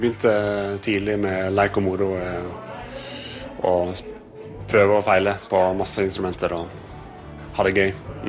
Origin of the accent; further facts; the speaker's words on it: Western Norway, Norway; så jeg er jo vestlending, så jeg er vant til litt vær og regn og vind